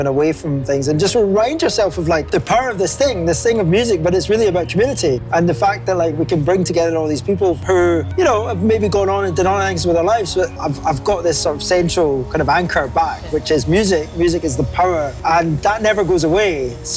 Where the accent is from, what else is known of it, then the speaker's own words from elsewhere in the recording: Glasgow, Scotland, United Kingdom; I was born in Glasgow, so I'm Glaswegian. Lived here till I went to University in Edinburgh, did that, fled back to Glasgow as quickly as I possibly could after the degree.